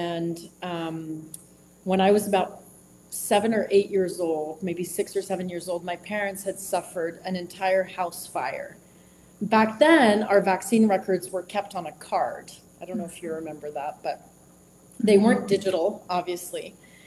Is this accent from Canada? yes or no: yes; Canada; And I grew up in Canada and did my undergraduate studies in Ottawa, Ontario.